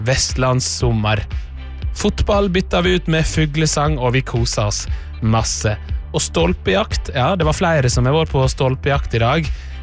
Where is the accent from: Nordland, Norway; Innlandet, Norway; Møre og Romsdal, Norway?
Møre og Romsdal, Norway; now in Oslo, Norway; for jeg er vestlending og sunnmøring, så jeg er glad i regn.